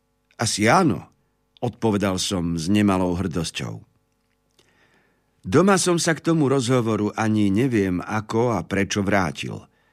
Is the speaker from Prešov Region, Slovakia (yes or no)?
yes; Kračúnovce, Prešov Region, Slovakia; Bol som ministrantom v mojej rodnej obci Kračúnovce.